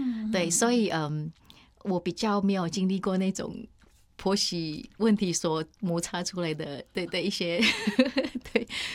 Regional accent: Indonesia; first language Indonesian; Chinese is a second language; now in Taiwan; 我觉得我突然间意识到，我觉得原来我的母语很重要。对，印尼话其实很重要，不管你以前对他有任何的阴影或什么

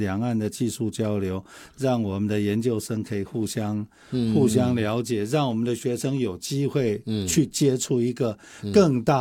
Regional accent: Taiwan; 我们台湾人几十年来，我们就是把很多的 effort 在处理这些

